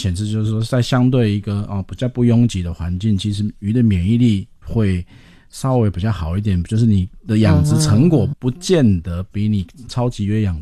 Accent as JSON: {"language": "Chinese", "country": "Taiwan", "said": "我们台湾真的是好水。"}